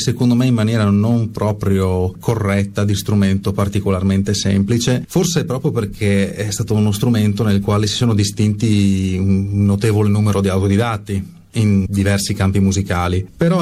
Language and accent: Italian; Pordenone, Friuli-Venezia Giulia, Italy; chitarrista nato e cresciuto a Pordenone, e sempre a Pordenone ho sviluppato la mia carriera finora, si può dire, e sono docente in diversi istituti privati della regione, tra Pordenone e Sacile soprattutto.